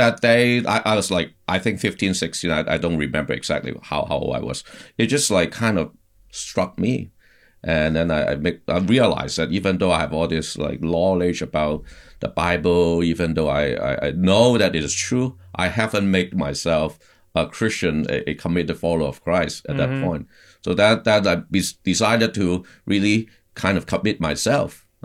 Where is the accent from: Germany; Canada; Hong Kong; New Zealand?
Hong Kong; first language Cantonese; English is a second language; now in Boston, United States; And by the time I got to a college, like here in Boston, I grew up in Hong Kong, so we speak Cantonese dialect